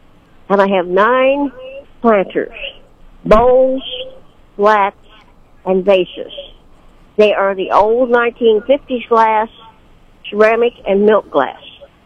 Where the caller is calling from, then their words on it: Sedalia, Missouri, United States; I'm calling from Sedalia.